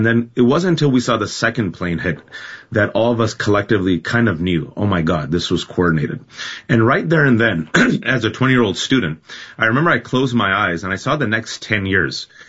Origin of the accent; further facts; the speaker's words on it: California, United States; And, I born and raised in the Bay Area to Pakistani Muslim immigrant parents